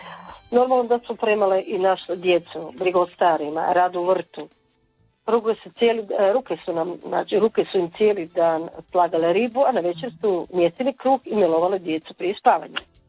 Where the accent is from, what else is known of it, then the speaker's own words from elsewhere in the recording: Rovinj, Istria County, Croatia; Ja sam rođena u ulici u Rovinju u Augusta Feri, a kroz tu ulicu su prolazile sve te žene. Uh-huh. Odrasla sam u zvukove i mirise starog Rovinja, uz priče o ribarima i moru.